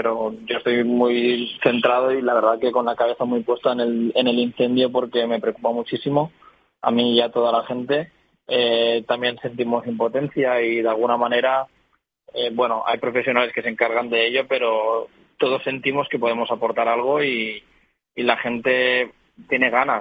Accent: Artana, Valencian Community, Spain; now in Benicàssim, Spain; hablo de Artana porque al final pues es mi pueblo

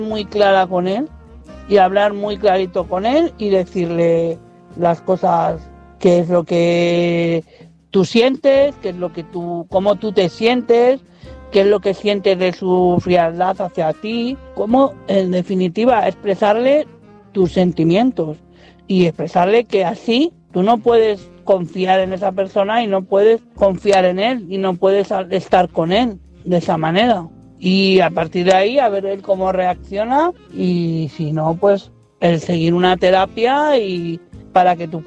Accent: Madrid, Community of Madrid, Spain

